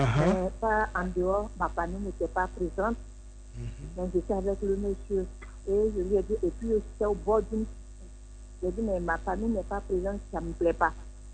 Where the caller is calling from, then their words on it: Bouaké, Vallée du Bandama, Côte d’Ivoire; je suis à l'intérieur, je suis à Boaké.